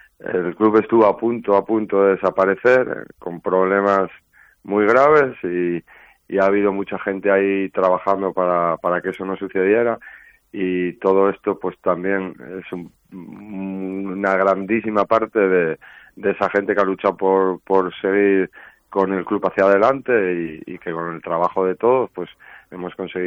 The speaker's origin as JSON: {"language": "Spanish", "region": "Cantabria", "country": "Spain", "said": "Sí, yo soy cántabro"}